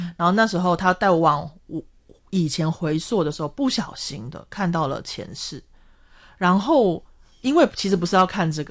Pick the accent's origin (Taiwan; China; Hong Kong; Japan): Japan; Chinese is a second language; 对，然后我是一个日本人，